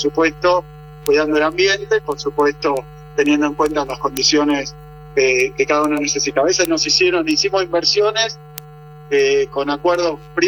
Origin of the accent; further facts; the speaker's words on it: Buenos Aires, Argentina; En esto somos bonaerenses, pero somos argentinos